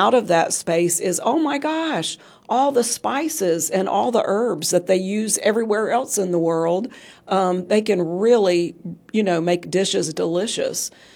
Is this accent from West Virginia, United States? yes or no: yes; West Virginia, United States; moved away; I grew up in West Virginia